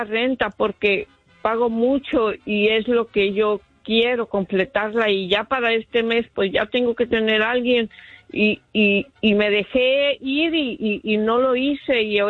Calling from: Los Angeles, California, United States; Le hablo, sí. Aquí del este de Los Ángeles.

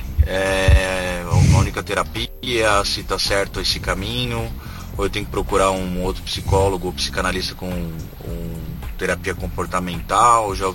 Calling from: São Paulo, Brazil; Sou aqui de São Paulo e gostaria de saber

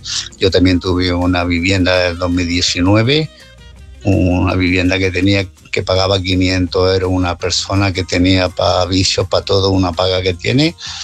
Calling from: Málaga, Andalusia, Spain; de Málaga.

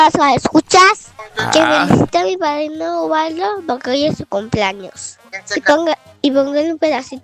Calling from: Uruapan, Michoacán, Mexico; de Uruapa, Michoacán.

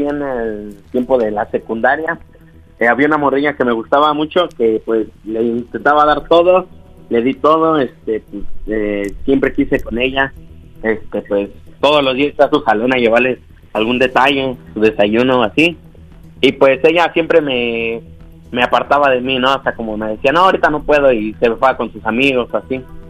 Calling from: Ecatepec de Morelos, State of Mexico, Mexico; Tengo 19 años y me llamo aquí del Ecatepec de Morelos.

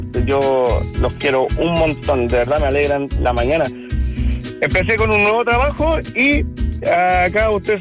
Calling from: Renca, Santiago Metropolitan Region, Chile; Yo soy de Renca, amigo mío.

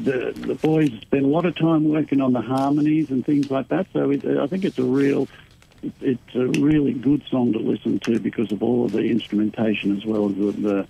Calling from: New South Wales, Australia; I'm actually calling in from the Hunter Valley this morning.

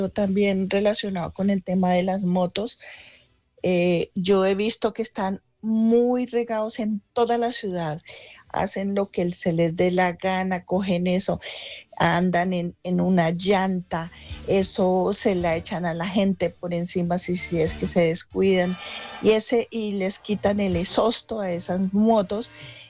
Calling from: Ibagué, Tolima, Colombia; Yo vivo en El Salado

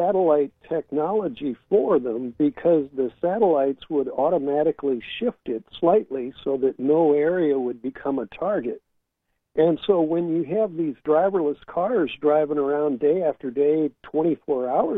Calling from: San Francisco, California, United States; I'm calling you from San Francisco

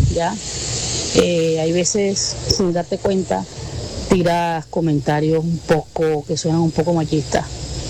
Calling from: Canada; Buenas noches, Tropicana. … de Canadá.

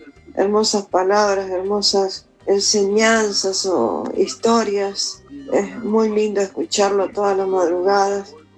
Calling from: La Plata, Buenos Aires Province, Argentina; de la ciudad de La Plata.

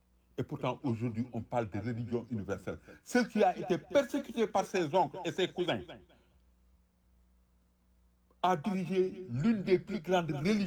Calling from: Senegal; Nous aussi, en tant que Sénégalais

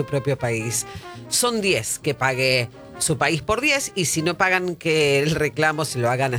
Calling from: La Plata, Buenos Aires Province, Argentina

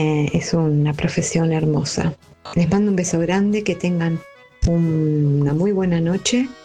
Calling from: Quilmes, Buenos Aires Province, Argentina; de Quilmes.

